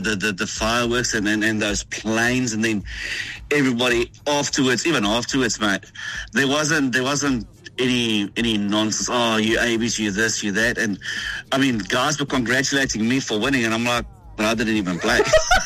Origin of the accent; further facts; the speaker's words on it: South Africa; now in Mid-Canterbury, New Zealand; I grew up here in South Africa